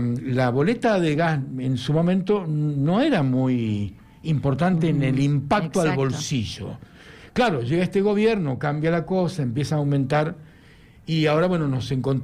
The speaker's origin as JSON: {"language": "Spanish", "region": "Buenos Aires Province", "country": "Argentina", "tie": "born or raised there", "moved": "yes", "said": "zona del sudoeste de la provincia de Buenos Aires, de donde yo soy oriundo, que efectivamente los inviernos son tan fríos como acá"}